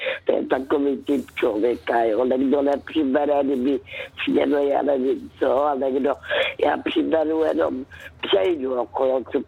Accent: Karolinka, Zlín Region, Czechia; já jsem dcerka z Valašska, kde se narodila v Karolince, kde je hrozně pěkné, aspoň mi se tam vždycky líbilo

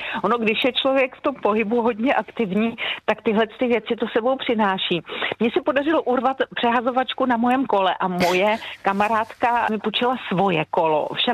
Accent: Hradec Králové, Hradec Králové Region, Czechia; born there; Hradec je moje rodné město, přijedu s velikou radostí

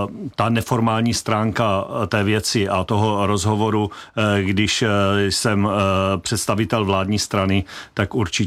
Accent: Přerov, Olomouc Region, Czechia; Tím, že jsem z regionu, z Přerova, vnímám ty potřeby regionu

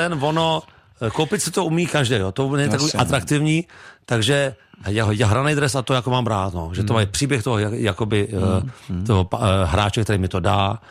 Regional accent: Prague, Czechia; A narodil jsem se na bojišti Praha 2, celý život jsem jako v Praze

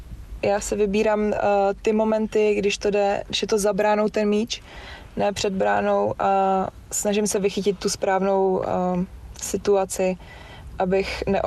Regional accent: Prague, Czechia; Je to tak, Radotín je taková lacrosová vesnice. Ovlivnilo to dost. Myslím si, že kdybych bydlela někde jinde v Praze

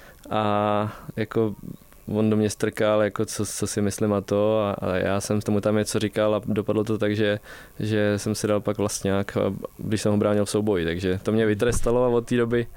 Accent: Vysočina Region, Czechia; jsme jeli tam po naší Vysočině, odkud pocházím

